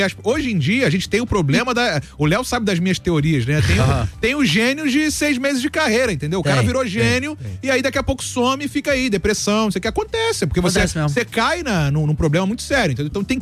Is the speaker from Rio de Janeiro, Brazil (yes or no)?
yes; Rio de Janeiro, Brazil; Eu sou do Rio de Janeiro